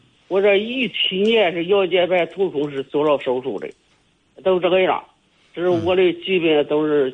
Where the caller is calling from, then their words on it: Luquan, Hebei, China; 我是石家庄鹿泉市人